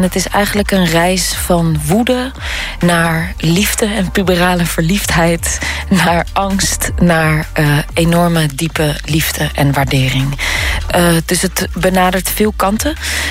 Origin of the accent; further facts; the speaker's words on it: Netherlands; Wij zijn ook Nederlanders.